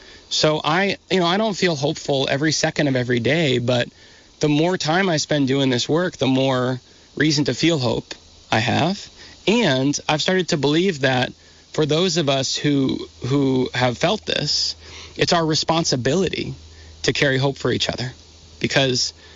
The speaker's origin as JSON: {"language": "English", "region": "Vermont", "country": "United States", "said": "and I'm from Vermont and I like have certain attributes that make it easier for them to do that."}